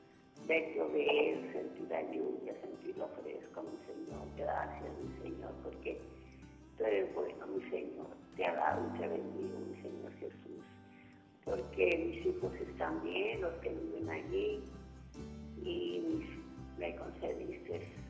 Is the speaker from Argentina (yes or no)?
no; Chapala, Jalisco, Mexico; nos llevaron a Chapala y todo eso tan bonito, esa tierra hermosa, mi tierra.